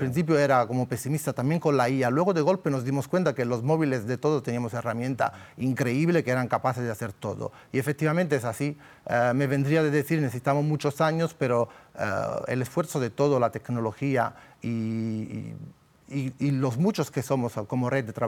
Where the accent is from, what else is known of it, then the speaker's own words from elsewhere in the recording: Spain; En Europa somos solo 2 médicos españoles